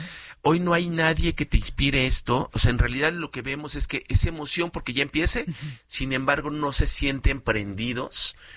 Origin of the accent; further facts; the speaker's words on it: Mexico; el orgullo que es muy positivo de ser sede como mexicanos